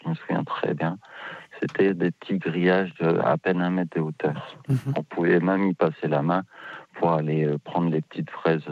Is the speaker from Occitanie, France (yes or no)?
no; Lille, Hauts-de-France, France; Je viens de Lille.